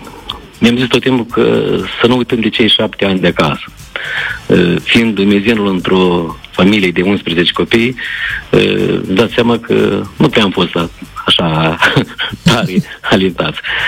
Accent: Rejeni, Telenești District, Moldova; satul meu de Baștină, din Răunul Telenești, unde m-am născut și am crescut, unde am umblat de scurs prin iarbă, un sat frumos, pitoresc, din inima Moldovei

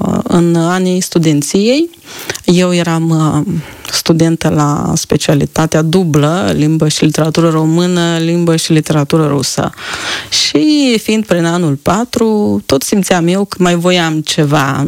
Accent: Filipeni, Leova District, Moldova; now in Chișinău, Moldova; sunt și 100 de kilometri de la Chișinău până la Filipeni.

